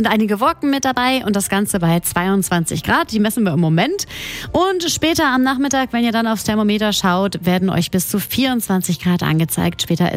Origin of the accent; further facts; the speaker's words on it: Cologne, North Rhine-Westphalia, Germany; Ganz genau, ab an den See. Das geht bei uns in Köln ja an ganz vielen Stellen.